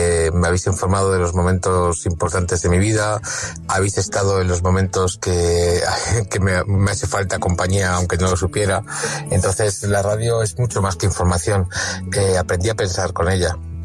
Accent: Madrid, Community of Madrid, Spain

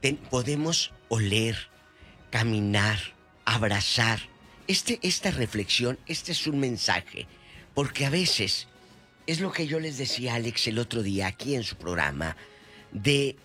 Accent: Matamoros, Tamaulipas, Mexico; De Matamoros, de mi tierra.

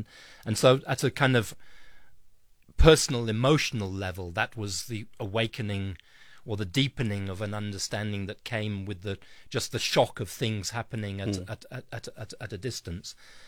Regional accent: Nigeria; also born or lived in Ghana / Botswana; I was born in Lagos in Nigeria and grew up in different parts of Nigeria, different parts of Ghana, and then Botswana.

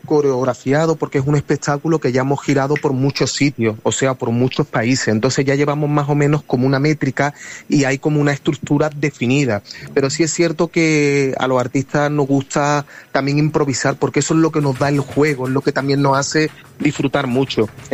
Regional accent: Granada, Andalusia, Spain; porque yo soy de Granada, del barrio del Sacromonte

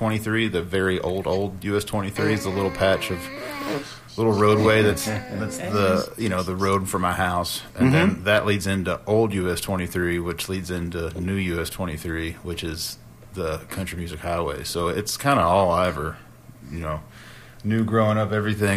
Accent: Louisa, Kentucky, United States; I'm from Louisa, Kentucky, which is in Lawrence County. And, yeah, I grew up within the city limits, so I'm proud to be Louisa boy.

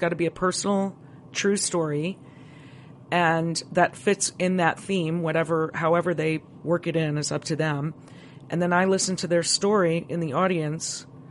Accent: Elmhurst, Illinois, United States; locally around Chicago where I live in the suburbs. And I'm playing in Elmhurst, my hometown

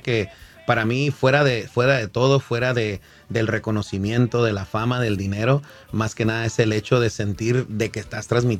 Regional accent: Compton, California, United States; Pues nosotros somos de aquí de Compton, ¿verdad? Pero tenemos familia de Zacatecas, de Sinaloa y Jalisco.

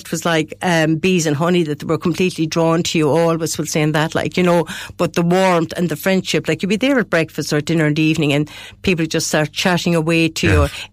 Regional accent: Ireland; being an Irish person on a ship that's mainly Americans

